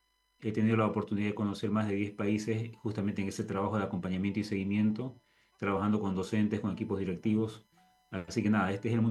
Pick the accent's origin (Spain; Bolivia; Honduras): Bolivia; soy de Bolivia, estoy en la parte más oriental del país, estoy aquí cerca de Brasil realmente, una zona muy cálida, muy linda